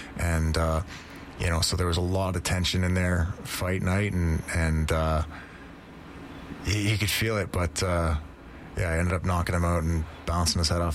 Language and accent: English; Canada; also born or lived in Cleveland, United States; I'm the Canadian guy for sure, man, through and through. You know, I was born there but raised my whole life in Canada.